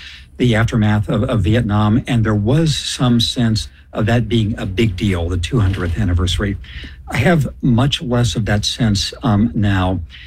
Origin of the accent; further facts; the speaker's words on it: California, United States; I was in my home state of California.